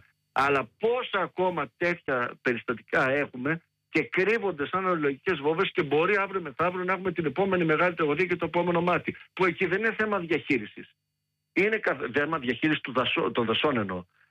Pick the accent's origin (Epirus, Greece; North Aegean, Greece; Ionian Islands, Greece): North Aegean, Greece; Lemnos; γιατί κατάγομαι από τη Λίμνο.